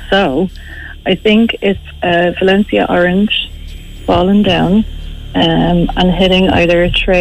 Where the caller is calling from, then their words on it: Dublin, Leinster, Ireland; I'm in Clondalkin.